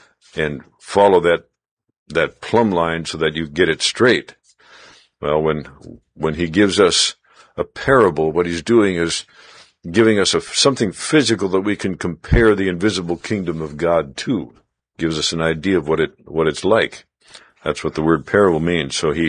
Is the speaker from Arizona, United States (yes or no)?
yes; Mesa, Arizona, United States; also born or lived in Latin America; from Mesa, Arizona.